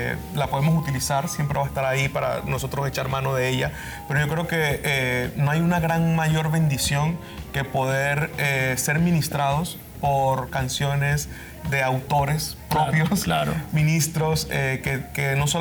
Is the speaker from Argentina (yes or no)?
no; Panama; pero quiero también estar ahí en Panamá, en mi país, en casa